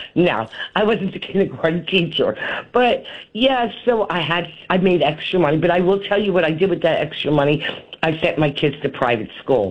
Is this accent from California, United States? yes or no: no; New Jersey, United States; I'm from New Jersey.